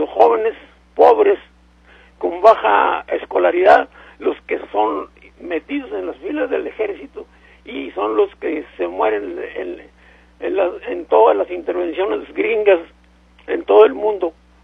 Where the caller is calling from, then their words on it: Mexico; a nosotros como mexicanos